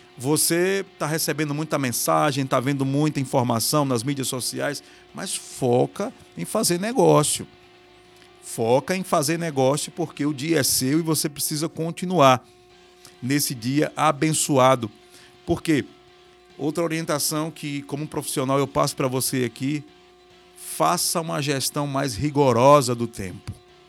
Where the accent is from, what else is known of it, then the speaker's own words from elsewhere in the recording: Brazil; Estou falando para Brasil e de Brasil, porque sou brasileiro e estou aqui no Brasil.